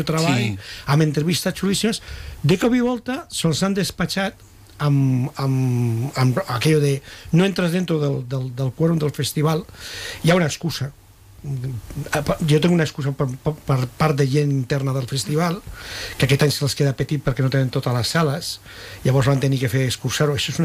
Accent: Sitges, Catalonia, Spain; jo soc fill de Sitges.

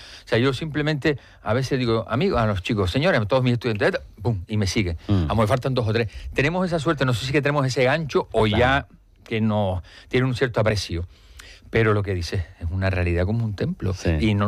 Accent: Arucas, Canary Islands, Spain; yo soy Aruca, no, de Bañadero. Nos hemos metido de lleno desde 2008 aquí, los primeros 5 años en Teror, luego en Maspalomas.

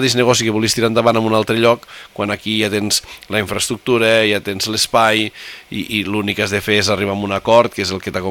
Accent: Corbins, Catalonia, Spain; Jo quan dic amb jornades d'alcaldies que sóc de Corbins

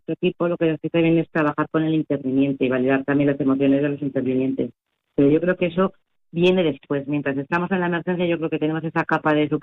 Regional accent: Guadalajara, Castilla-La Mancha, Spain; todos somos de Guadalajara y es parte de nuestra tierra.

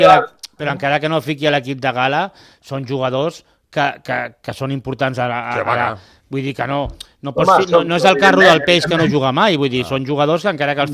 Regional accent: Terrassa, Catalonia, Spain; Tu saps que jo sóc de Terrassa, no?

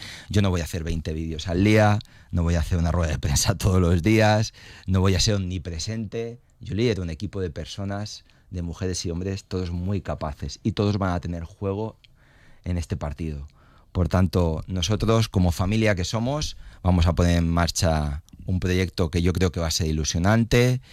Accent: Spain; Yo soy ciudadano español, me presento a la alcaldía de Elche y estamos en España

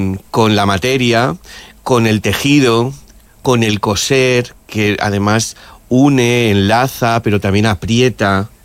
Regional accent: Algemesí, Valencian Community, Spain; Además, nosotros somos de Algemesí, que hemos vivido la terrible Dana, y donde mucha gente ha perdido todo.

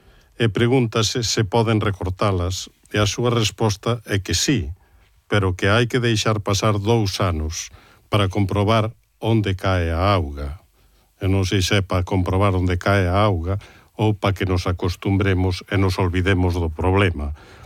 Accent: Santiago de Compostela, Galicia, Spain; pero si son unha persona, como moitos composteláns, que temos capacidade de observar

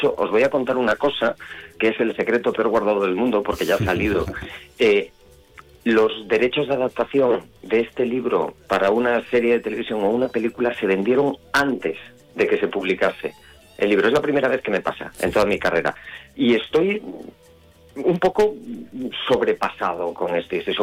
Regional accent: Galicia, Spain

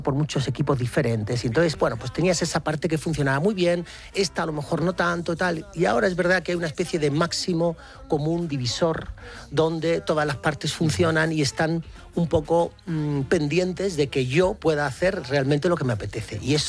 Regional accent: Málaga, Andalusia, Spain; Soy de Málaga y eso se nota, claro.

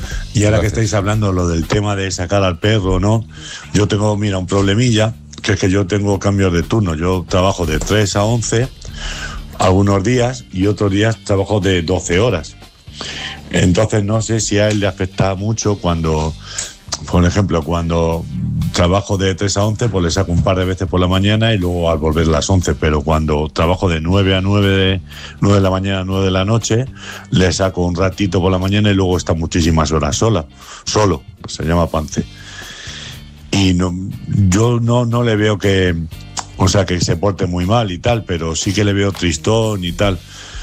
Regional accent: Madrid, Community of Madrid, Spain; de Vallecas, os escribí el otro día del bichón maltés.

